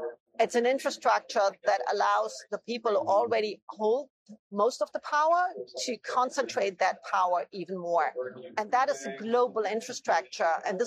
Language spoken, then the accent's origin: English; Germany; I'm from Germany, so we are a heavily industrialized country.